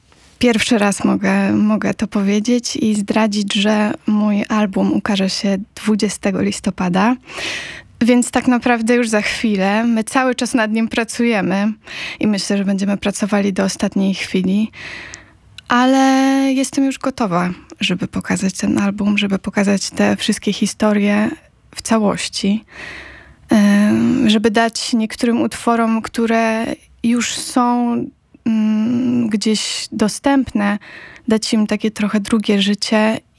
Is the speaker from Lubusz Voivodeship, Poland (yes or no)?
no; Zambrów, Podlaskie Voivodeship, Poland; jestem zwykłą dziewczyną z Podlasia, z małego miasta, z Zambrowa